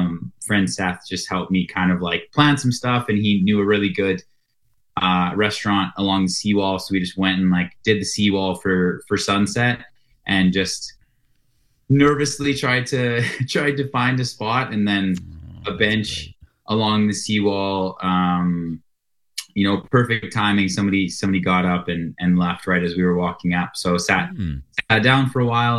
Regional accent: Lethbridge, Alberta, Canada; did most of my growing up in Lethbridge.

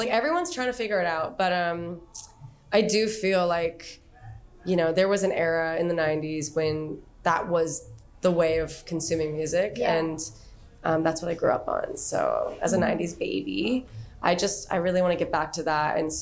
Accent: Nova Scotia, Canada; I grew up in Nova Scotia, but again, I grew up on like a very small place on the South Shore.

